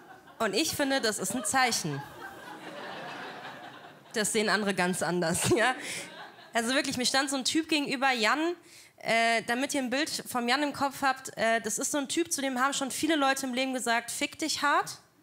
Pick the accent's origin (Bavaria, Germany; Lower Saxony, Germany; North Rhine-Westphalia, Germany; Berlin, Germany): Berlin, Germany; ich komme aus Berlin, ja?